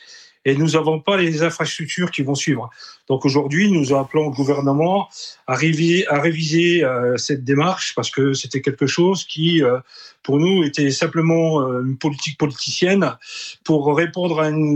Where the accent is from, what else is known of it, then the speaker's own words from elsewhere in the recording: Grand Est, France; parce que moi, je suis de la Lorraine